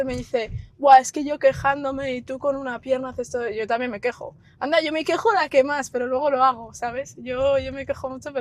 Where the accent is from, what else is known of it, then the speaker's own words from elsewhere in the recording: León, Castile and León, Spain; y estudié toda la vida aquí en León en Pastorinas.